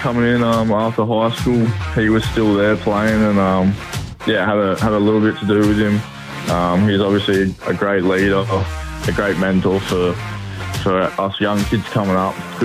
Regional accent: Gold Coast, Queensland, Australia; Just growing up on the Gold Coast, family's growing up on the Gold Coast, support them since I was a kid.

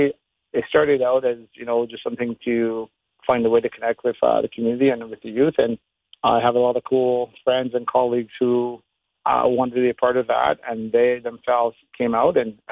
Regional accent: Barbados; I think a lot of it comes from my upbringing as well. I grew up back home in Barbados and then, sort of running around in the streets

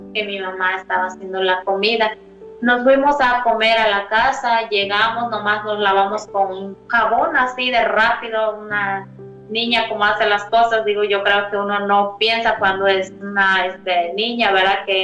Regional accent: Arcelia, Guerrero, Mexico; now in Temixco, Mexico; Yo soy originaria de Guerrero, de mi municipio se llamaba, porque ahorita ya no existe, San Miguel Lindavista, Guerrero. Mi municipio era Arcelia Guerrero, pues yo soy de por allá originaria, pero gracias a Dios ya tengo aquí como más de 12 o 14 años viviendo acá en Temisco, Morelos.

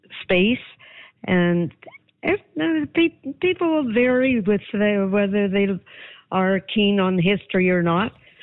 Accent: Armstrong, British Columbia, Canada; I grew up in Armstrong, so like every Armstrong kid

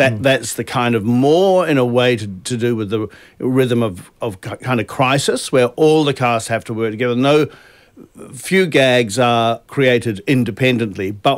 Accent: New Zealand; I grew up in New Zealand. … were absolutely seminal to my musical upbringing.

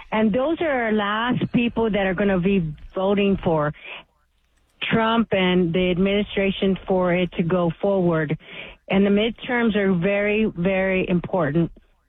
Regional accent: San Antonio, Texas, United States; Hey, well, I'm originally from San Antonio

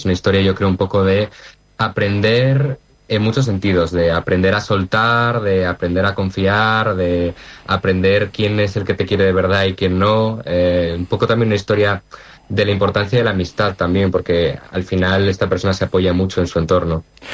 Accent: Ponferrada, Castile and León, Spain; moved away as an adult; now in Madrid, Spain; Bueno, yo soy nativo de Ponferrada, nací allí. Y he vivido toda mi vida ahí prácticamente hasta que, bueno, me he tenido que ir a estudiar fuera. Y ahora mismo resido en Madrid

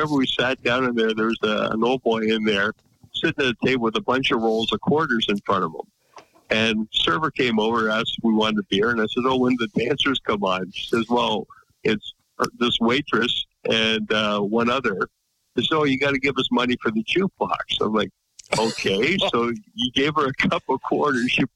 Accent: Guelph, Ontario, Canada; I grew up in Guelph, and then somehow, like I went to Mohawk College down near Hamilton.

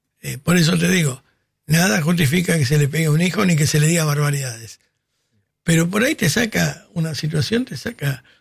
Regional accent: Martínez, Buenos Aires Province, Argentina; yo soy de Martínez.

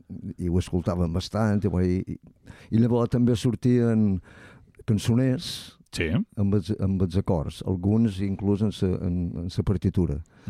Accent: Ferreries, Balearic Islands, Spain; also born or lived in Maó; Jo som de Ferreries, uh-huh. però després vaig anar a viure a Mó

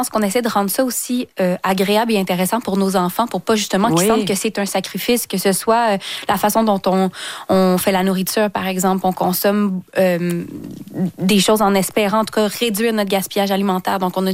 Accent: Saint-Hyacinthe, Quebec, Canada; moved away as an adult; now in Montreal, Canada; moi, je venais du 450, je viens de Saint-Hyacinthe

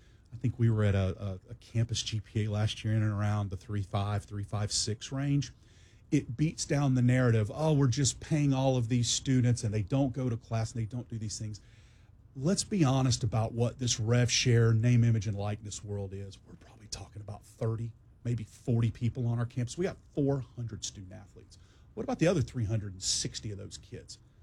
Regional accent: Georgia, United States; moved away as an adult; now in Memphis, United States; I grew up outside of Atlanta.

